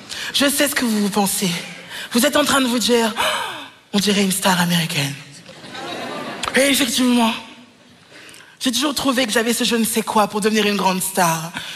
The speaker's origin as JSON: {"language": "French", "region": "Wallonia", "country": "Belgium", "said": "Je viens du Bourinage"}